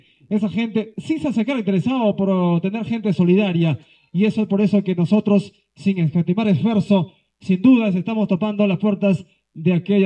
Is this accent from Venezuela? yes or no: no; San Martín, Peru; Y para nosotros como sicinos es un anhelo